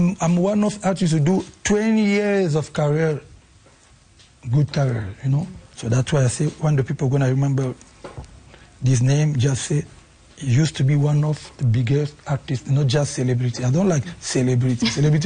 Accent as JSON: {"language": "English", "country": "DR Congo", "said": "I'm from Congo. We're supposed to talk for this situation in Congo, but all Africa."}